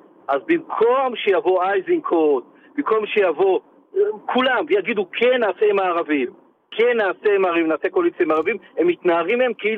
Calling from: Tel Aviv, Tel Aviv District, Israel; אני מהמרכז, מתל אביב.

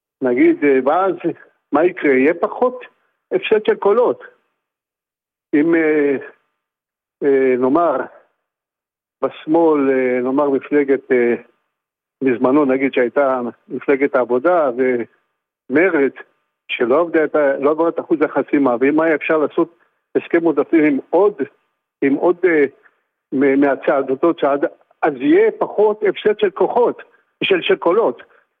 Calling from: Netanya, Central District, Israel

